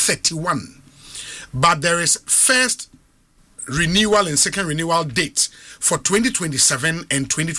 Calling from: Belgium; Obi, please, I am … from Belgium. I have a question about the diaspora.

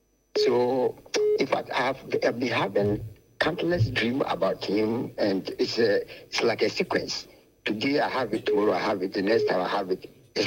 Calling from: Bekwai, Ashanti, Ghana; calling from Bekwai.

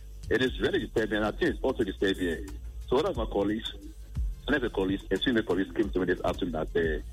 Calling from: Ghana; From Mataiko.

